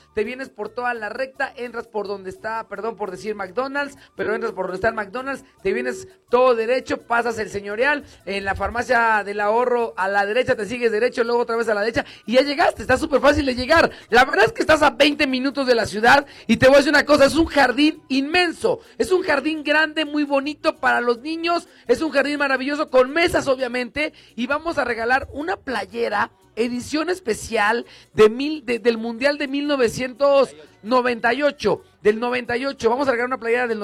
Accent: Mexico; somos mexicanos, ganemos o perdamos, ya ganamos por el simple hecho de ser mexicanos

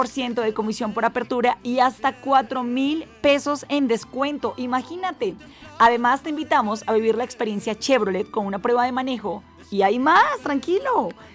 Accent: Colombia; also born or lived in Houston; now in Puebla, Mexico; otra colombiana que se quedó en México

